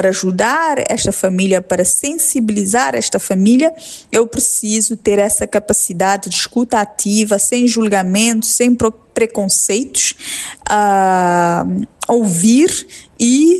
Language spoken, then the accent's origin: Portuguese; Cape Verde; nós somos cabo-verdianos, estamos acostumados ao cristianismo